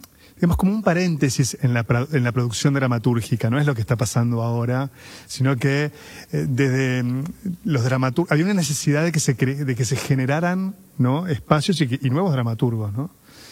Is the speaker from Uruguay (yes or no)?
yes; Montevideo, Uruguay; yo me crié en Cordón Sur, uh-huh. Muy, muy pegado al límite en Pocitos, Parque Rodó, una zona que era hermosa.